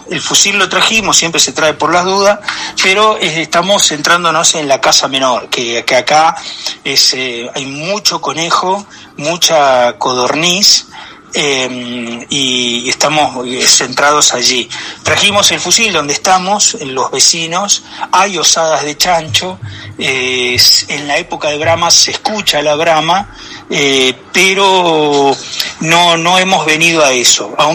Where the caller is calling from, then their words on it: Aluminé, Neuquén, Argentina; acá desde Aluminé, provincia de Neuquén.